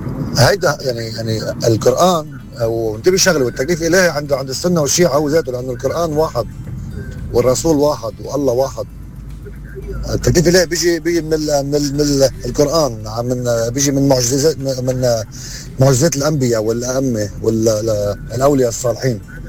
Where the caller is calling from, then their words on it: South Lebanon, Lebanon; من الجنوب.